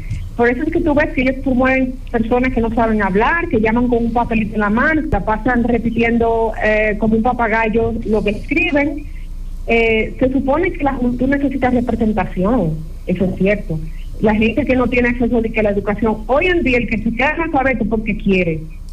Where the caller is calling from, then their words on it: Puerto Plata, Dominican Republic; saludos desde Puerto Plata.